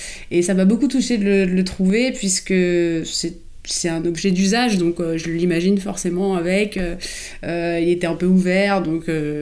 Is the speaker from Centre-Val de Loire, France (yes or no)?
no; Montrouge, Île-de-France, France; Moi, j'ai grandi à Montrouge. En banlieue parisienne.